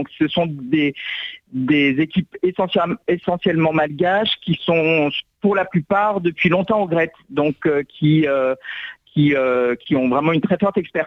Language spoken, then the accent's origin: French; France; also born or lived in Burkina Faso; En fait, je suis française d'origine et j'ai vécu une grande partie de ma vie au Burkina Faso.